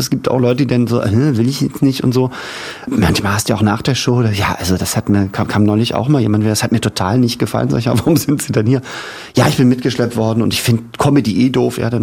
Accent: Hamburg, Germany; Ich komme aus Hamburg, das heißt, wir hatten viele Norddeutsche

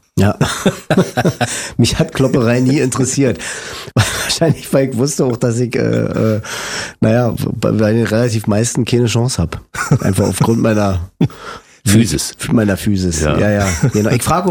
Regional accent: Berlin, Germany; also born or lived in Friedrichshain, Berlin; Ich bin in Lichtenberg aufgewachsen, also nach Lichtenberg sind wir gezogen, da war ich 4. Vorher haben wir im Friedrichshain gewohnt. Ja, wir sind ins Hans-Loch-Viertel gezogen.

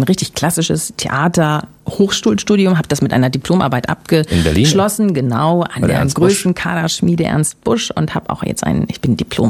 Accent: Berlin, Germany; Ja, ich bin ja Berliner.

